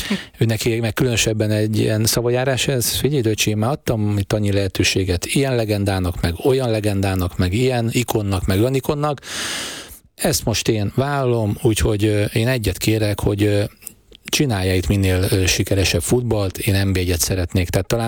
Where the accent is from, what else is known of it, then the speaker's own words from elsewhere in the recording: Pécs, Baranya, Hungary; moved away as an adult; now in Nyíregyháza, Hungary; én pécsi vagyok